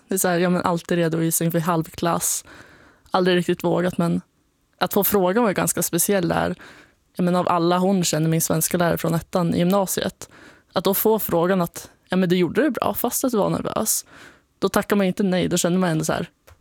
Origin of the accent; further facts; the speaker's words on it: Jormvattnet, Jämtland County, Sweden; det har varit väldigt fint att växa upp där.